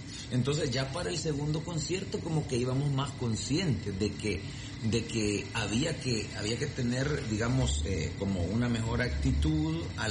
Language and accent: Spanish; El Salvador; lo que importa es que somos salvadoreños y que está pasando algo que nos llena de orgullo a todos